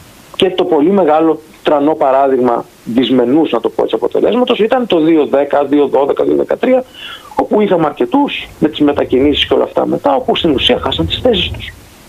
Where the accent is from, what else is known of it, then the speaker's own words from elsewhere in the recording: Lamia, Central Greece, Greece; moved away; Ανεβαίνω καμιά φορά στα μέρη μου στη Λαμία